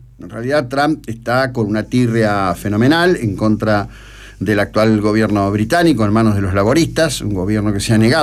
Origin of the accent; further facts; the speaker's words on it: Argentina; Yo no soy español, soy argentino